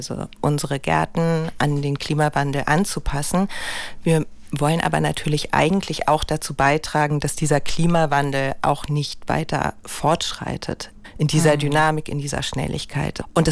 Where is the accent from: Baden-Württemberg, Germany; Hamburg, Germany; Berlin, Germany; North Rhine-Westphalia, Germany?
Berlin, Germany; als Berlinerin kommt man ja eh nicht dran vorbei.